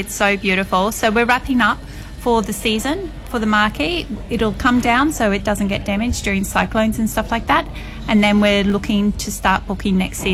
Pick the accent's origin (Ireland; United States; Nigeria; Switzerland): Ireland; now in Australia; I'm Irish